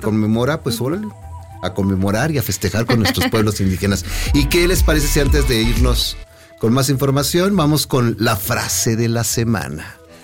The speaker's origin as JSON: {"language": "Spanish", "country": "Mexico"}